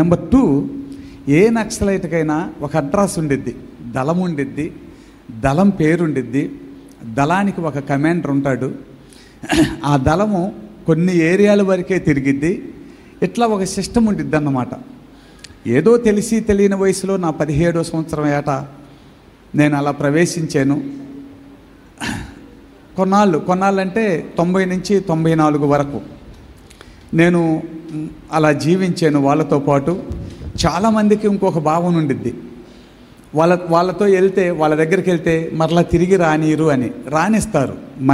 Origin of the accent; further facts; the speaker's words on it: Santharavuru, Andhra Pradesh, India; మాది ప్రకాశం జిల్లా, చిన్న పల్లెటూరు సంతరావూరు అనే గ్రామం. ఆ గ్రామంలో నేను 10వ తరగతి దాకా చదువుకున్నాను.